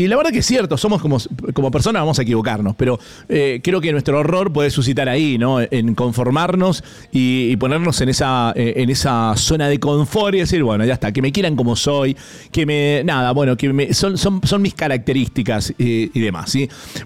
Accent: Argentina

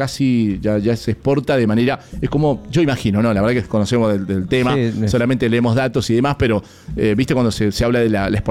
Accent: Mendoza, Argentina

